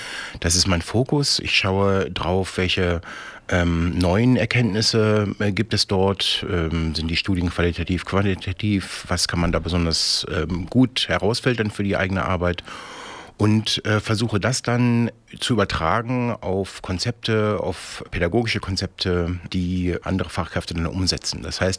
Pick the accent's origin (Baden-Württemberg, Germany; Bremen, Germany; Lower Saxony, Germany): Lower Saxony, Germany; Hanover; born there; Ich bin 1974 in Hannover geboren, habe Politikwissenschaften in Marburg und Berlin studiert.